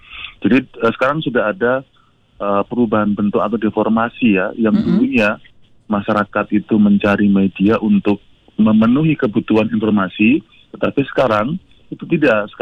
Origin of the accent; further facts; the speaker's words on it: Yogyakarta, Special Region of Yogyakarta, Indonesia; Pertama itu secara umum ya, karena saya dari Jogja ya